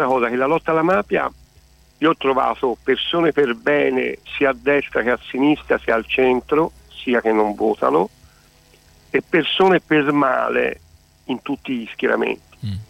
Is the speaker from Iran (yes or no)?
no; Sicily, Italy; moved away; io da siciliano trapiantato in Toscana ci ho partecipato anch'io